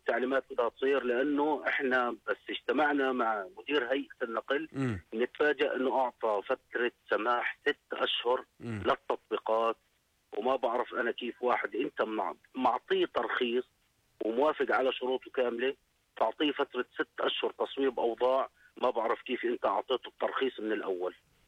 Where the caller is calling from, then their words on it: Jordan; اول شركه رفعت الزيت عندنا في الاردن